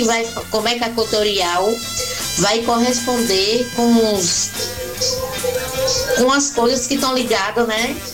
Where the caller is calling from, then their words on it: Marituba, Pará, Brazil; Aqui é do Vale Marituba. Falo aqui do Vale Marituba.